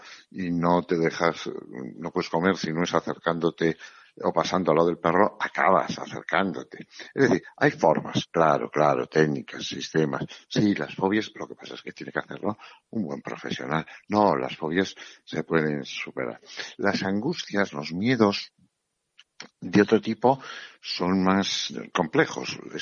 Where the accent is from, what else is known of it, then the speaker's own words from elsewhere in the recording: Navarre, Spain; born there; yo que nací en Navarra y he corrido encierros